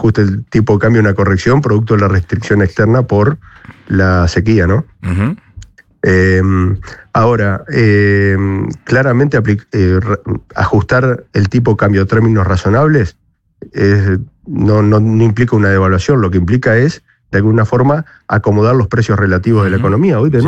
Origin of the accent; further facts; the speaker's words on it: Gualeguaychú, Entre Ríos, Argentina; yo soy de Gualeguaychú.